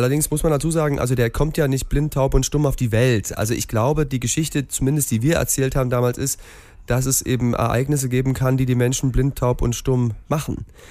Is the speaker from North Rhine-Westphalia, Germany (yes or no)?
no; Saxony, Germany; accent: Saxon; Aber ich bin ja nun mal in Sachsen aufgewachsen. Das heißt, ich würde nicht sagen, ich rede jetzt irgendwie harten Dialekt